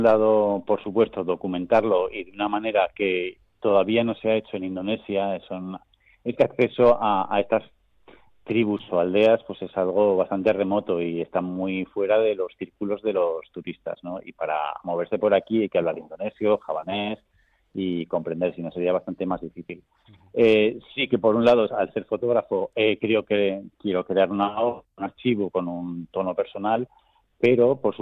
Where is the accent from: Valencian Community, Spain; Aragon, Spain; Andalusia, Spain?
Aragon, Spain; Zaragoza; yo soy de Zaragoza